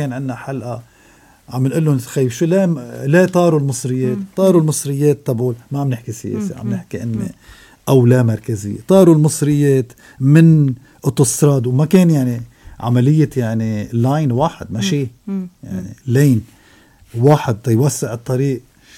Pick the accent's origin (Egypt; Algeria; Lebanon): Lebanon; أنا أنتمي إلى لبنان وأنتمي إلى طائفة وأنتمي إلى وهذا مش غلط إذا كنت مسيحي ماروني ولبناني بذات الوقت